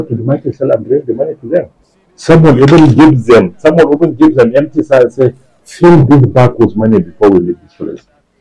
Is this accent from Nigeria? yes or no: yes; Nigeria